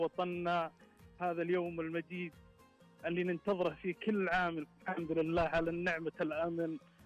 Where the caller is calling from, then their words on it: Sakakah, Al-Jawf, Saudi Arabia; أكلمك طال عمرك من إسكاك الجوف